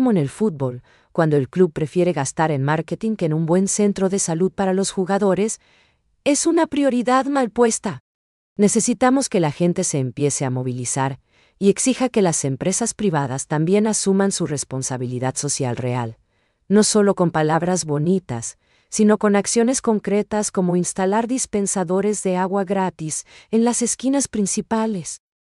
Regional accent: Paraguay; nos toca el orgullo como paraguayos.

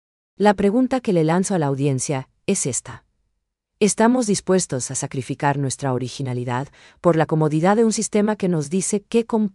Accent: Paraguay

